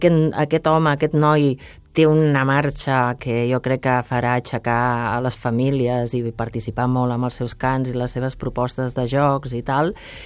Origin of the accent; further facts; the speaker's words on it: Catalonia, Spain; Penso que la gent, en el fons, ens ressonaran coses, no? com a catalans, perquè parla també de les rebel·lions, de tots aquells moments, no? de reivindicar una nació i tot això.